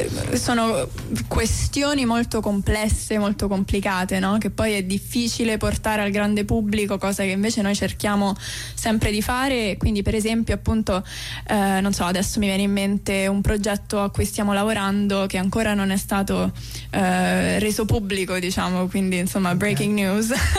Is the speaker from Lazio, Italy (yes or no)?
yes; Rome, Lazio, Italy; moved away as an adult; also born or lived in London; nessuno di noi vive nello stesso posto da cui proviene, tranne me, che okay. sono di Roma e vengo da Roma